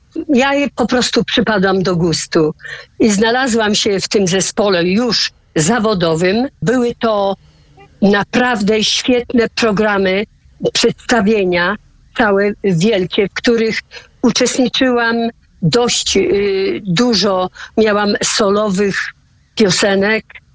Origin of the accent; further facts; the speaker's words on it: Pomeranian Voivodeship, Poland; born there; also born or lived in near Gdańsk / Sopot; pamiętam jako dziecko, mieszkaliśmy pod Gdańskiem, dopiero później rodzice przeprowadzili się do Sopotu